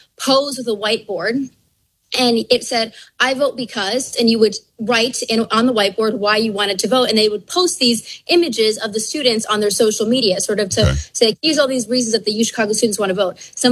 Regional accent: Wisconsin, United States; my dad at the time was member of Congress, but it was in Chicago and I was from Wisconsin.

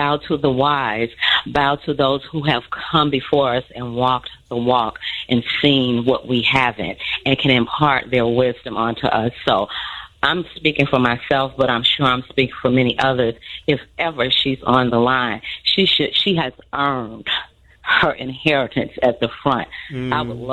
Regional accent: Chicago, Illinois, United States; also born or lived in Chatham, Chicago / Park Manor, Chicago; I grew up in South Shore and then migrated to Chatham, Park Manor.

